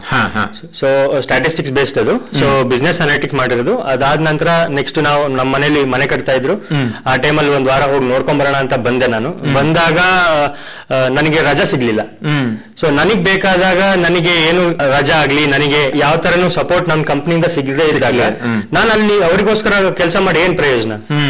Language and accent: Kannada; Koppa, Karnataka, India; also born or lived in Bengaluru; So ನಾವು basically ಕೊಪ್ಪದಿಂದಾನೆ ನಾವು ಹುಟ್ಟು ಬೆಳೆದಿದ್ದೆಲ್ಲ ಕೊಪ್ಪದಲ್ಲೇ. ಅದಾದ್ಮೇಲೆ ನಮ್ ವಿದ್ಯಾಭ್ಯಾಸಕ್ಕೆ ನಾವು ಬೆಂಗಳೂರಿಗೆ ಹೋದ್ವಿ.